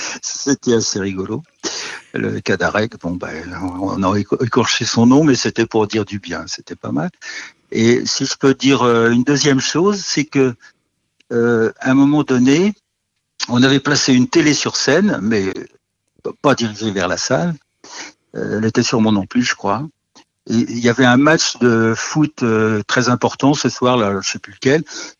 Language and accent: French; Nouvelle-Aquitaine, France; Moi, je suis plutôt du Poitou-Charentes en fait. Je suis un petit peu au sud.